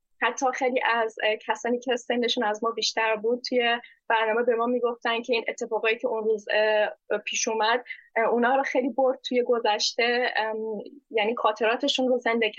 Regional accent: Iran; moved away; خودم هم توی ایران به دنیا آمدم و بزرگ شدم

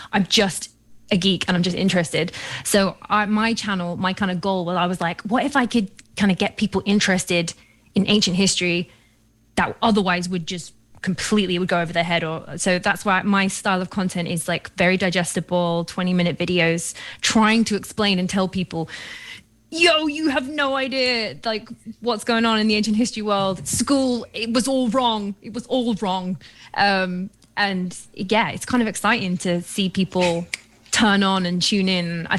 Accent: London, United Kingdom; I'm from London, and it's coming up to midnight.

